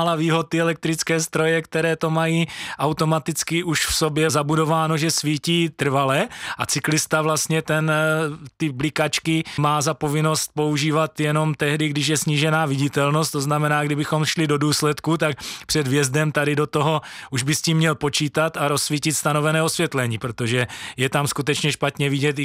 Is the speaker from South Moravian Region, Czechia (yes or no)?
no; Zlín, Zlín Region, Czechia; já jsem tady rodilý Zlíňák, Moravák